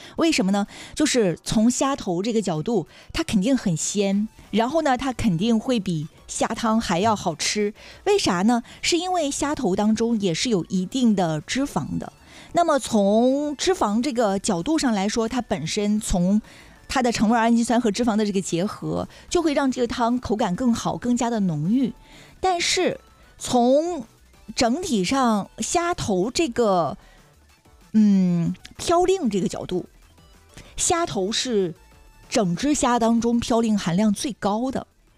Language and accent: Chinese; Dalian, Liaoning, China; 我们大连人也喜欢这样吃啊